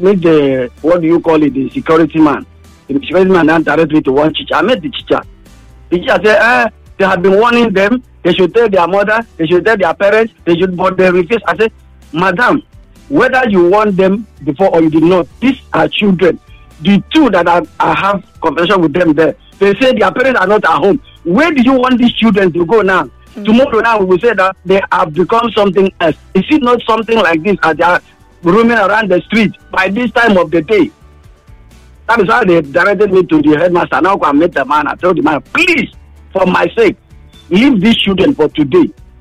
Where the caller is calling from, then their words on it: Lagos, Nigeria; I'm calling you from Apapa.